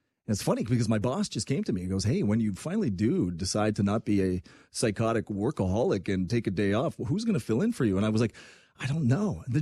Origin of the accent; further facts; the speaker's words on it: Quebec, Canada; I could do it. I'm from Quebec. I promise you.